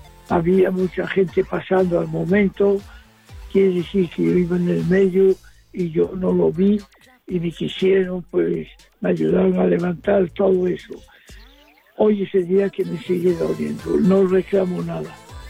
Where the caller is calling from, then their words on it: Vigo, Galicia, Spain; vivo en Vía Norte